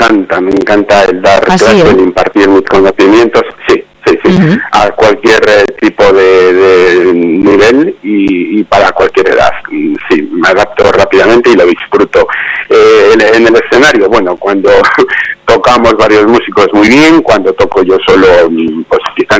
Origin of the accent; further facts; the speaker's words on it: Barakaldo, Basque Country, Spain; born there; moved away as an adult; also born or lived in Llodio / Bilbao; now in Galicia, Spain; mis padres estuvieron emigrados en el País Vasco, concretamente 44 años, sí, motivo por el que yo nací en Baracaldo y demás, y empecé en Llodio y en Bilbao y todo esto